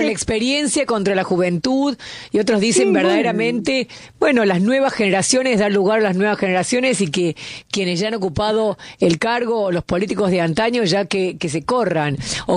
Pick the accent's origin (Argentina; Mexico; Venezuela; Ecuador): Argentina; Vos sabés, Elio, como argentina, que nosotros acá siempre decimos que votamos con el bolsillo.